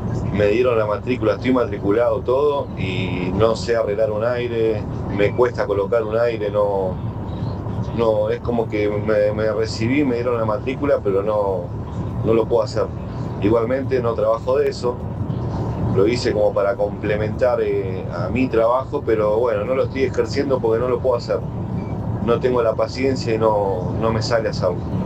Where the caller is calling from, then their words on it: Buenos Aires, Argentina; Bueno, yo hablo de Zona Oeste.